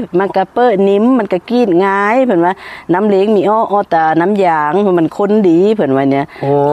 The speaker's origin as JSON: {"language": "Thai", "town": "Kham Cha-i", "region": "Mukdahan", "country": "Thailand", "tie": "born or raised there", "said": "ตำบลคำชะอีอำเภอคำชะอีจังหวัดมุกดาหารจ้า"}